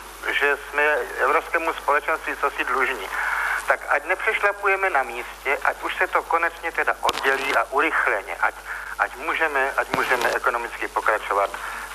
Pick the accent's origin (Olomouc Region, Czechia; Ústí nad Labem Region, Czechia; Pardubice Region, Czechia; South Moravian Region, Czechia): South Moravian Region, Czechia; Milovice; jsem z Mílovic u Mikulova na okrese Břeclav.